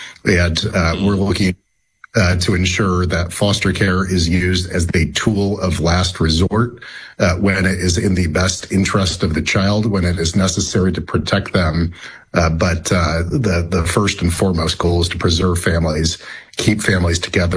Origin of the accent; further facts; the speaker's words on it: Idaho, United States; I'm from Idaho as well, so we're neighbors, Glenn.